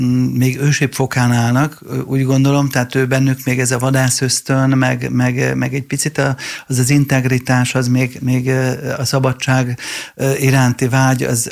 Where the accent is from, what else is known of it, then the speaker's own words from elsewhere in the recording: Budapest, Hungary; pont itt Zuglóban emlékszem, hogy 15-20 éve én zuglói gyerek vagyok.